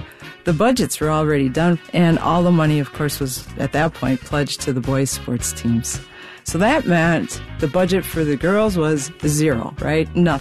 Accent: Manitowoc, Wisconsin, United States; So we grew up in Manitowoc, Wisconsin.

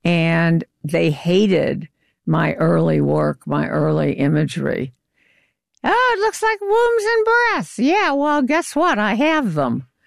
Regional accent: Chicago, Illinois, United States; And I grew up in Chicago. At 5, I started. This is inconceivable to people now. I lived on this street called Bittersweet, which went one block from Clarendon to Marine Drive.

